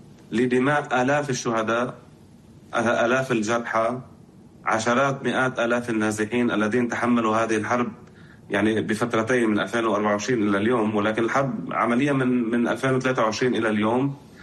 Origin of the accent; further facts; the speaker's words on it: Lebanon; وأكيد أنا كلبناني